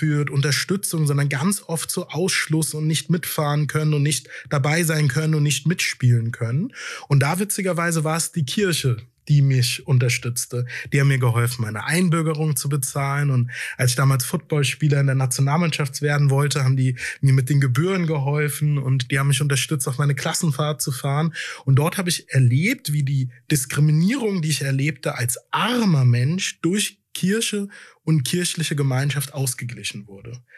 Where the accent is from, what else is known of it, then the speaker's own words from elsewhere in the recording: Rhineland-Palatinate, Germany; als ich ganz in der Nähe von Mainz mit meinem Vater durch ein Dorf lief, wo ich aufgewachsen bin.